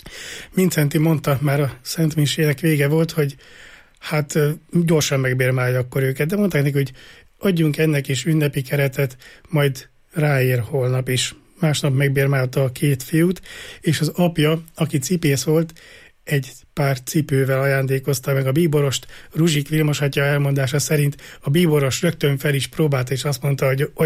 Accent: Hungary; aki miután megtudta, hogy magyar vagyok

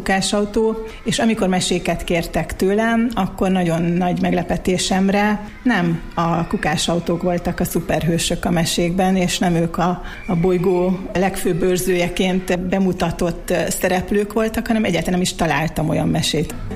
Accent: Miskolc, Borsod-Abaúj-Zemplén, Hungary; moved away as an adult; also born or lived in Norway; mi zajlik a szülővárosomban, illetve még a gimnáziumot is itt jártam. Úgyhogy nagyon kedves számomra Miskolc

